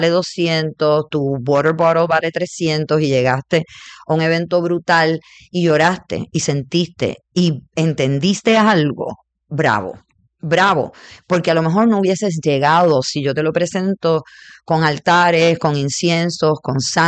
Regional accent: Puerto Rico; Yo soy boricua y me gusta la vida y los sentidos, por eso soy tántrica.

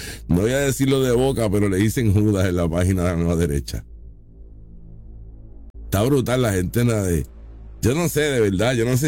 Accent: Puerto Rico; Yo soy boricua. Boricua soy.

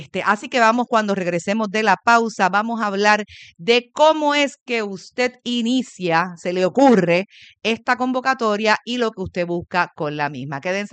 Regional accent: Puerto Rico; Y como los puertorriqueños, los boricuas, que siempre nos encontramos en todas partes del mundo, nos juntamos y hacemos el bembé, sobre todo en Navidades.

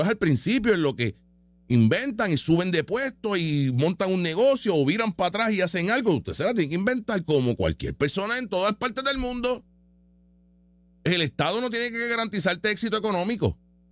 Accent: Puerto Rico; Y me siento igual de puertorriqueño que el más zurdo.

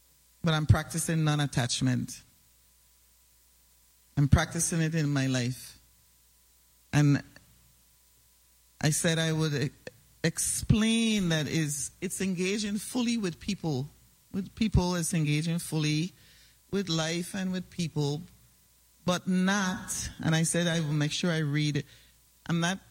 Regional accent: St. Croix, U.S. Virgin Islands; born there

